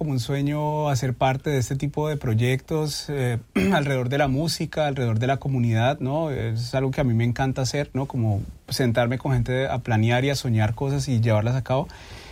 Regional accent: Colombia; En mi caso, pues yo no crecí en Cali, entonces en el pueblo donde yo crecí teníamos más la influencia como del norte de Colombia, como la influencia paisa, la música popular, digamos.

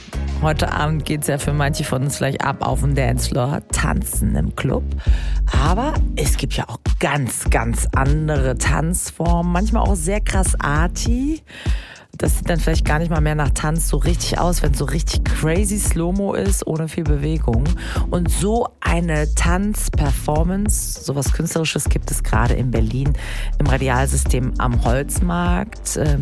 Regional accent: Iran; Ich muss sagen, als Iranerin, ich kannte das jetzt gar nicht so.

